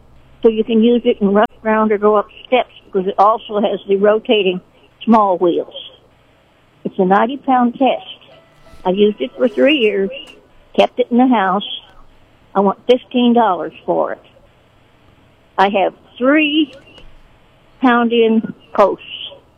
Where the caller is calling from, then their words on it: Sedalia, Missouri, United States; I'm calling you from Sedalia.